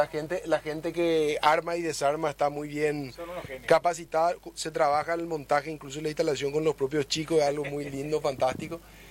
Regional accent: Encarnación, Itapúa, Paraguay; contento como paraguayo, en mi caso contento como encarnaceno

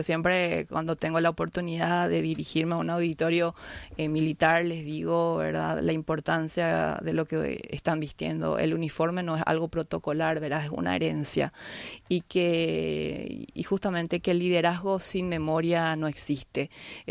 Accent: Paraguay

